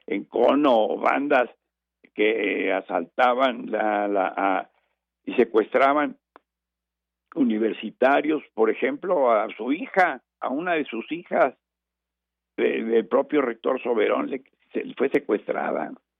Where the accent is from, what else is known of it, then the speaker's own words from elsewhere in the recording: Mexico; Somos los mexicanos